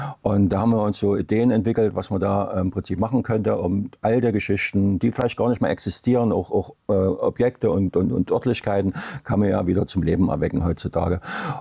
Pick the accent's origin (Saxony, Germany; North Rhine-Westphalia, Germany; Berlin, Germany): Saxony, Germany; Neukirchen; Wir stammen aus Neukirchen bei Grimmitschau.